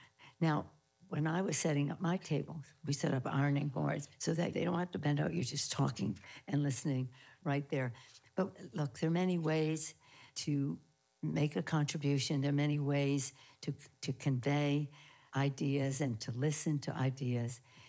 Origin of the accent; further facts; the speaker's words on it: Baltimore, Maryland, United States; born there; I was born in Little Italy in Baltimore, Maryland. It was a place where we were devoutly Catholic, proud of our Italian-American heritage, fiercely patriotic, and staunchly Democratic.